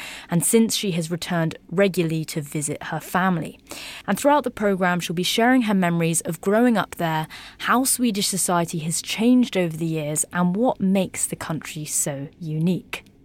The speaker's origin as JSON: {"language": "English", "country": "United Kingdom", "said": "We are, as Brits, often described as cold"}